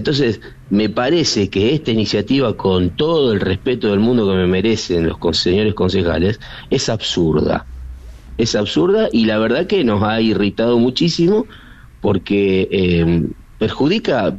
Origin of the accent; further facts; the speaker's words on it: Lebanon; viniendo de mi patria, de mi país, con todos los conflictos regionales que atraviesa el Líbano, que hoy en día tenemos con Israel, tenemos un conflicto ocupado en nuestro territorio